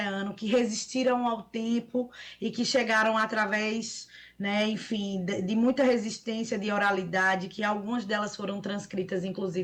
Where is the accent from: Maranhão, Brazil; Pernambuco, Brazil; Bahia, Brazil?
Pernambuco, Brazil; Garanhuns; E a gente traz esse trabalho aí de Pernambuco. A gente é de Garanhuns, do interior